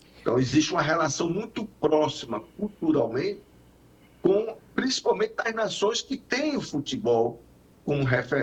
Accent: Brazil; lógico que, se é que eu me destaco, eu vou mostrar que eu sou brasileiro.

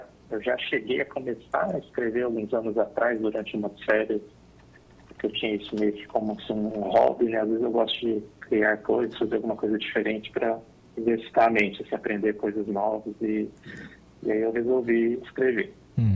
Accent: Ribeirão Preto, São Paulo, Brazil; eu sou de Ribeirão Preto, São Paulo

